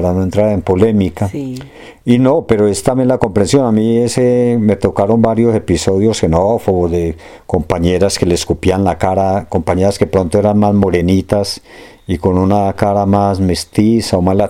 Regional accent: Colombia; moved away; uno como colombiano, por lo general, uno puede, en mi caso, pasar como español

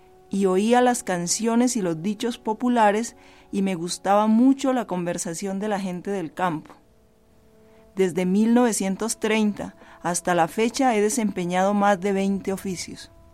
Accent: Ciudad Guzmán, Jalisco, Mexico; Yo, señores, soy de Zapotlán el Grande. Nací el año de 1918 en el estrago de la gripa española.

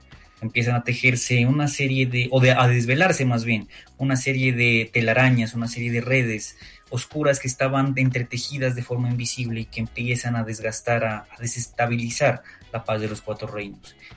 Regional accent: Nariño, Colombia; no solo nuestra historia cultural como nariñense, sino también como colombianos

